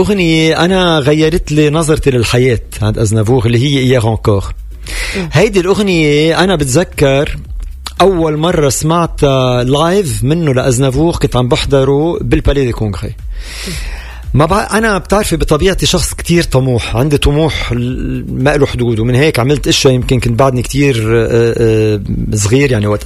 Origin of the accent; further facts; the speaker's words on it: Lebanon; يعني أنا لبناني, واللي عم نعيشه من وقت ما خلقت أنا بلبنان بالحروب اللبنانية وكل القصص